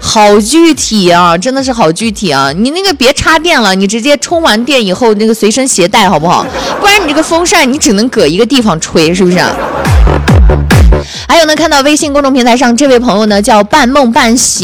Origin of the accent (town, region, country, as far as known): Xinjiang, China